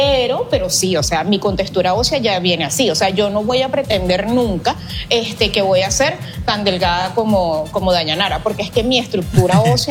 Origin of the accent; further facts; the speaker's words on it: Venezuela; tengo 39 años, soy de Venezuela y quiero ser Miss Vellanita.